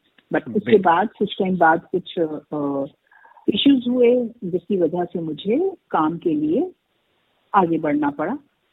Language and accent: Hindi; Delhi, India; और मैं दिल्ली से हूँ। मेरी स्कूलिंग और कॉलेज सारी स्टडीज मेरी दिल्ली से ही हुई है।